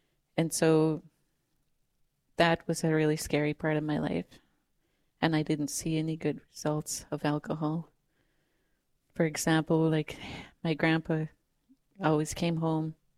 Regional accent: British Columbia, Canada; I'm originally from Upper Nakli Indian Band, which is near Merritt, BC. The reserve is in two parts called Koshana and Douglas Lake. I lived on Koshana.

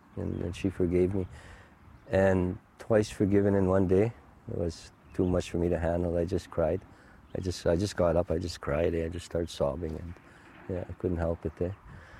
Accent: Canada; first language Cree; My first language is Cree.

